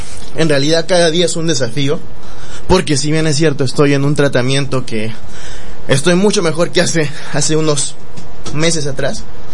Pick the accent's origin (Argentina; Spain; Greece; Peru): Peru; Tacna; familiares que vienen de mi generación en adelante son nacidos en Tacna, crecidos en Tacna. Y bueno, nací acá en Tacna